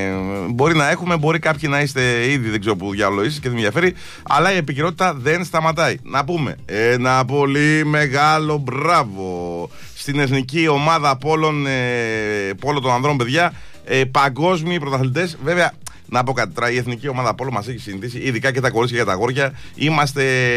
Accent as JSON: {"language": "Greek", "town": "Aigio", "region": "Western Greece", "country": "Greece", "tie": "born or raised there", "said": "Εγώ ήμουν στο χωριό μου στο Αίγιο. Ήτανε τέλεια."}